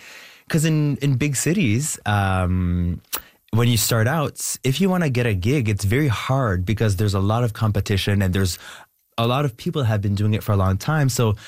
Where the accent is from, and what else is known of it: Canada